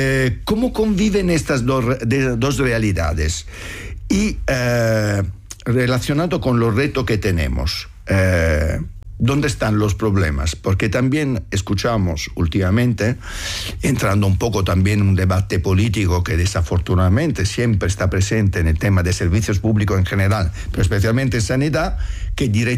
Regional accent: Italy; now in Spain; lo digo también como italiano, que viene de otro país, de nuestro entorno

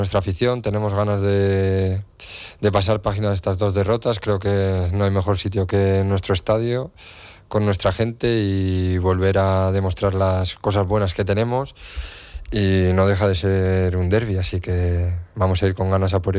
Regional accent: San Sebastián, Basque Country, Spain; now in Almería, Spain; yo soy un hombre de costa, vengo de San Sebastián, de una ciudad preciosa y espectacular

